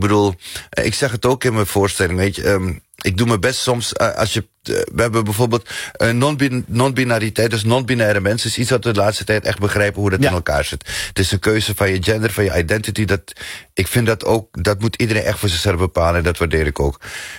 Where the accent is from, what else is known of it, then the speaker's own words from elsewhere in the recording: Netherlands; Ik ben gewoon een freaking Nederlander. En ik heb een onmiskenbare Surinaamse identiteit.